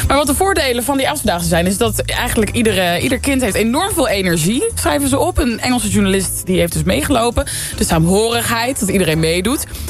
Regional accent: Assen, Drenthe, Netherlands; moved away; in Assen, waar ik ben opgegroeid

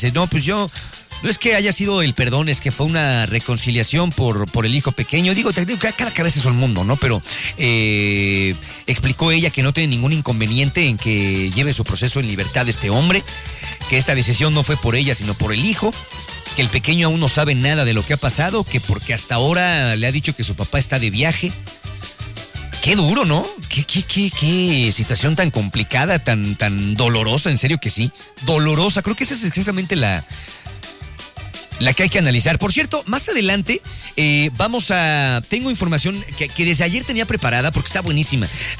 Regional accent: Mexico; siempre nosotros los mexicanos nos catalogamos a nosotros mismos como un país muy feliz

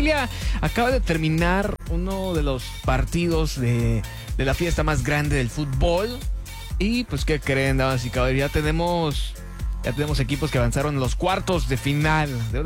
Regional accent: Mexico; yo soy mexicano 100%.

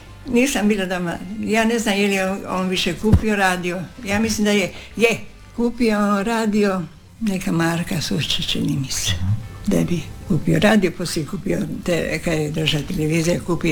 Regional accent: Sreser, Dubrovnik-Neretva County, Croatia; Rođena sam u Sreseru na Pelješcu, to je općina Janjina. I do 40. godine sam bila u kući, sama sam bila od roditelja.

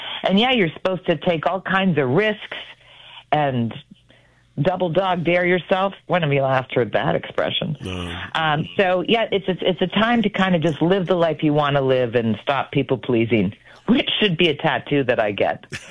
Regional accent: Sault Ste. Marie, Ontario, Canada; now in Hamilton, Canada; Saying, you know, it's a steel town girl. I'm originally from Sault Ste. Marie, as I like to, you know, let people know.

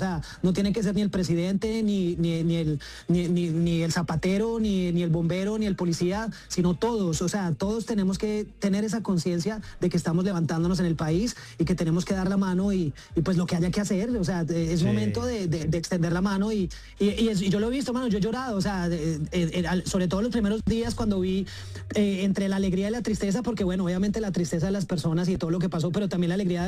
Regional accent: Colombia; Como buenos colombianos estamos acostumbrados a lucharla.

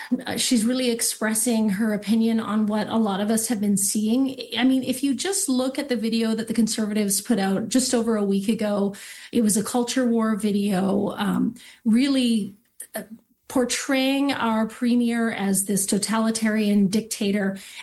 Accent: British Columbia, Canada; as British Columbians

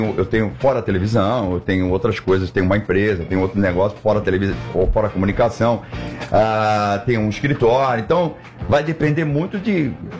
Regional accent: São Paulo, Brazil; Eu nasci na Parada Inglesa, Zona Norte de São Paulo, uma família simples, humilde, batalhadora, tranquila, imigrante português

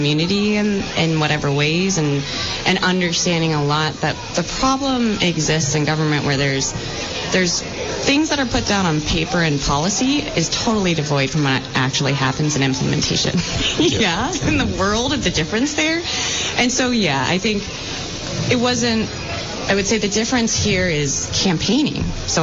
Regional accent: Vermont, United States; born or raised there

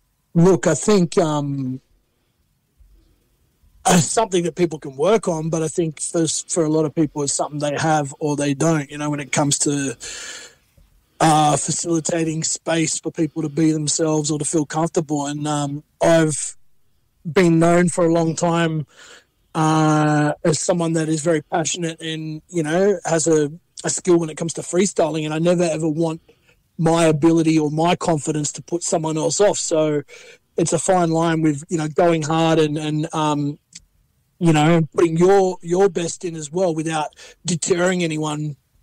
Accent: Penrith, New South Wales, Australia; Grew up in Western Sydney, born and raised in Penrith.

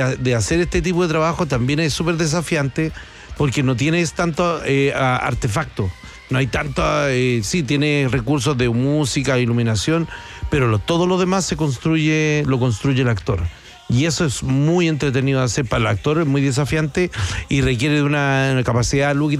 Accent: Chile

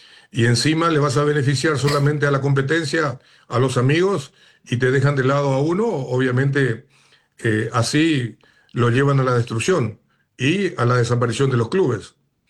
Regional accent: Paraguay; pasa acá en mi país. O sea, que en Paraguay

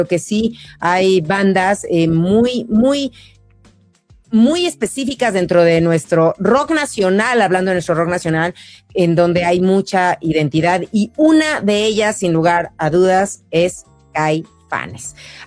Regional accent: Mexico

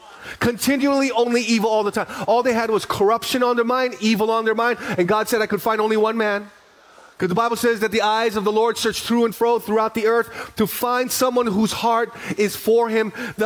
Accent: Honokaa, Hawaii, United States; We grew up on Honokaa on the Big Island, and we would eat there.

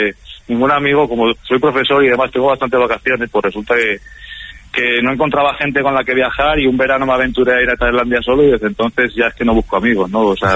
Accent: Zamora, Castile and León, Spain; now in Barcelona, Spain

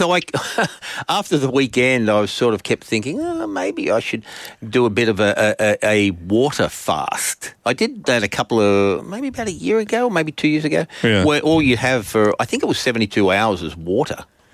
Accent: Australia; Of course they do, because we're Australian.

